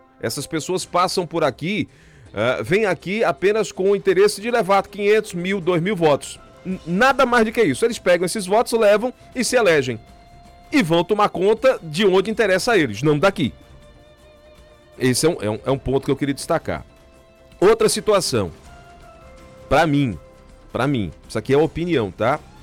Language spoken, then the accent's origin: Portuguese; Arcoverde, Pernambuco, Brazil; Não, vou botar mais perto, eu sou de Arco Verde.